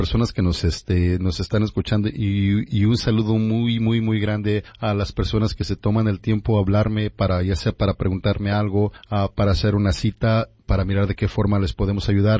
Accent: Mexico; now in United States; un saludo hasta mi pueblito adorado, San Miguel Tocomaclán, desde aquí, desde los Estados Unidos.

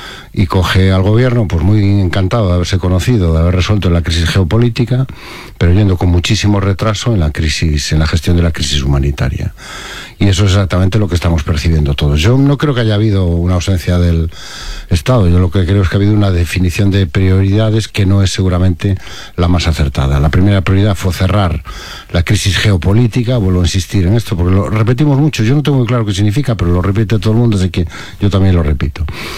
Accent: Spain; O sea, eso es España hoy. Eso somos los españoles.

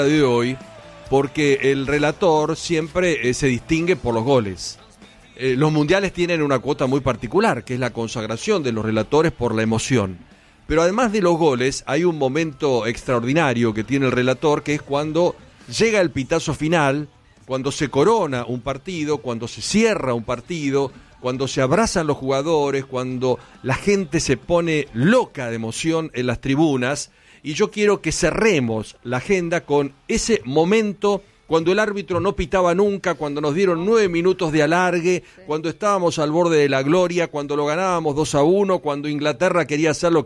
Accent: Argentina; Pero no porque somos argentinos, sino por los rendimientos

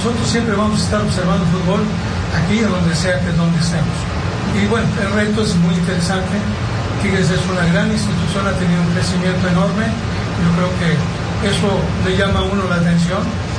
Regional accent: Tampico, Tamaulipas, Mexico; now in Monterrey, Mexico; Prácticamente yo ya soy más regiomontano, soy tampiquense, pero hoy ya me considero rey, literalmente, ¿no? Por los años que llevo viviendo ya en la localidad.

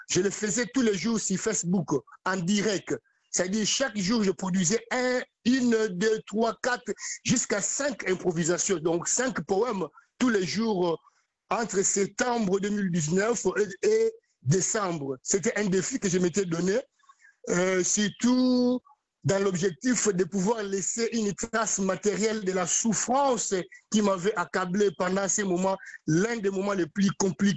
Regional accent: DR Congo; À tout seigneur, tout honneur, donc en tant que Congolais, déjà que Lumumba n'est plus seulement Congolais, il est universel, Lumumba.

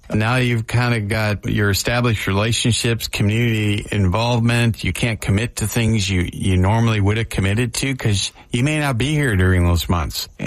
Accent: Washington, United States; I'm from Washington.

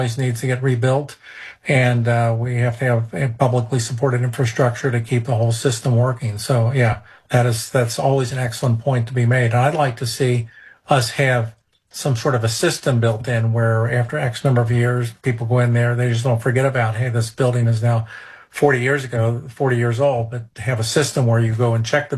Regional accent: Ohio, United States; now in North Carolina, United States; When I grew up in Ohio

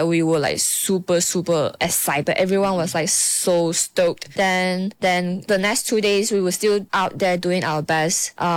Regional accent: Sarawak, Malaysia; I think maybe because I'm from Sarawak kot.

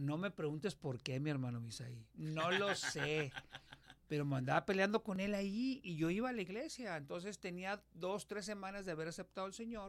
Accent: Monterrey, Nuevo León, Mexico; Nosotros somos de Burócratas Federal, está a un lado de Cumbres.

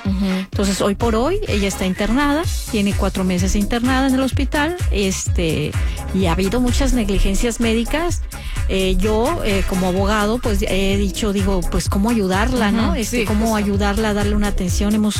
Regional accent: Mexico; qué miedo como mexicana el vivir esto.

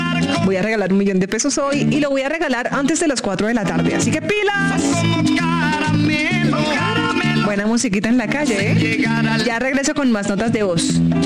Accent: Colombia; Para mí Navidad es el 24 porque somos colombianos.

